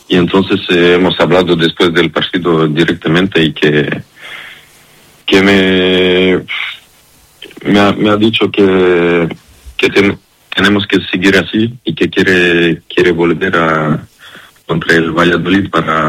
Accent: France; Spanish is a second language; yo nací en Francia con mi hermano. Y si no, tengo toda mi familia de Serbia y en casa hablamos serbio, voy a Serbia, Belgrado cada año. Y que si no, yo con Francia, solo nací en Francia y crecí en Francia.

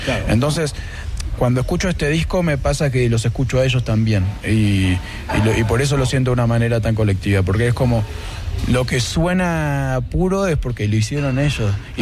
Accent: Buenos Aires, Argentina; Como a nosotros, como porteños, nos venden que el folclore de una manera que es como si fuera un museo

